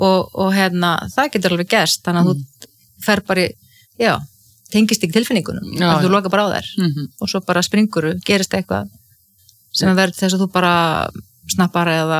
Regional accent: Ísafjörður, Westfjords, Iceland; ég óttaðist sjóin sem kannski líka tengist því að ég alveg upp á Ísafirði þar sem voru tíu sjóslys og menn drukknuðu

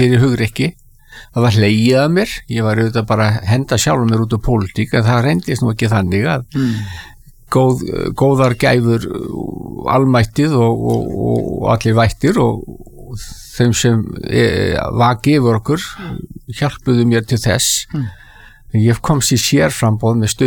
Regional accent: Reykjavík, Capital Region, Iceland; Ég alinn upp í Skaftahlíðinni sem mitt á milli þessa gamla framvallar og valsvallarins undir ösku hlíðinni.

